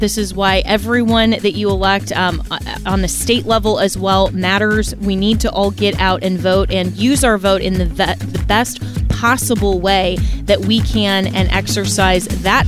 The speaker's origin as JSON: {"language": "English", "region": "Florida", "country": "United States", "said": "my home state, Florida's AG, James Uthmeyer."}